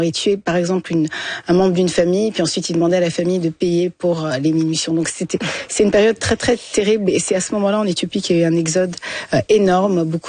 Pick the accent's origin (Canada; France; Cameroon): Canada; Montreal, Quebec; racines, tout en évidemment adoptant une nouvelle culture, comme au Canada, au Québec, à Montréal. J'ai grandi à Montréal